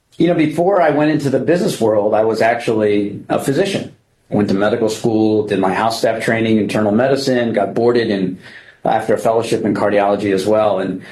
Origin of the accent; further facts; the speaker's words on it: New Haven, Connecticut, United States; Born and grew up around New Haven, Connecticut. I had parents that immigrated here from China, and I was one of two siblings.